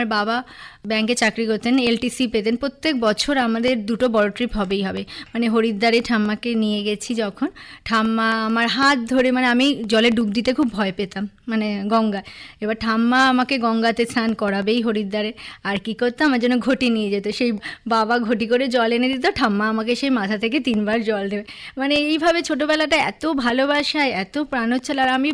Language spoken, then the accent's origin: Bangla; Kolkata, West Bengal, India; হ্যাঁ, কলকাতার, সাউথ কলকাতায়।